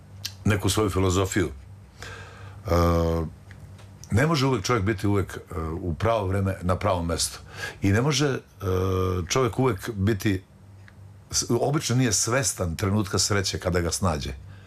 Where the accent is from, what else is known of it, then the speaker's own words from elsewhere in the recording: Loznica, Šumadija and Western Serbia, Serbia; ja sam inače Lozničanin, rođen sam u Loznici